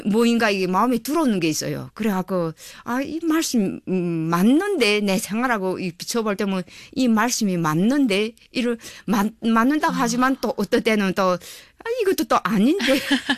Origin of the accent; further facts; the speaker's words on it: North Korea; 우리도 같은 탈북자이고 같은 이방민인데